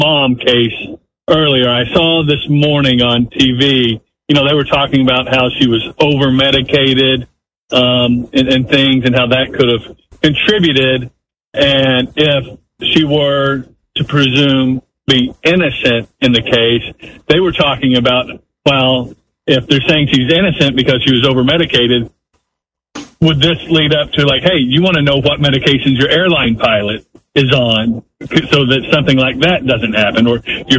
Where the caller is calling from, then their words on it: Brandon, United States; I'm calling from Brandon.